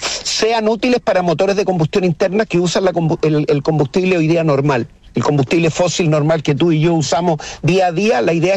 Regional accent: Chile

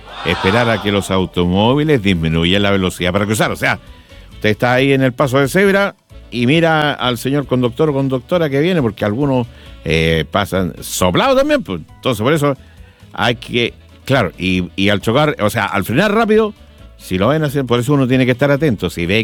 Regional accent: Chile; ¿Somos o no somos buenos los chilenos para cruzar las calles como peatones?

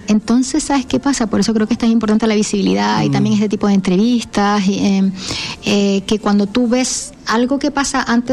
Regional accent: Canary Islands, Spain; now in Chile; sabes que yo soy de las Islas Canarias, en España

